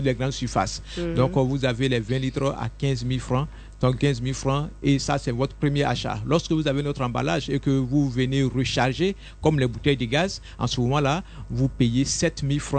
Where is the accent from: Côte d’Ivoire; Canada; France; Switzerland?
Côte d’Ivoire